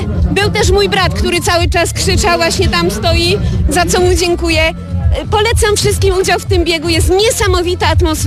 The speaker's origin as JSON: {"language": "Polish", "town": "Nakło", "region": "Opole Voivodeship", "country": "Poland", "said": "przyjechałam z Nakła, to taka miejscowość pod Opolem"}